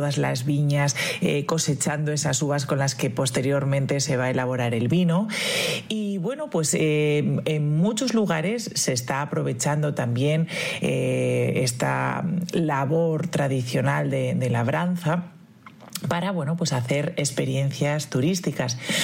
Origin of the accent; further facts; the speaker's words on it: La Rioja, Spain; nosotros somos riojanos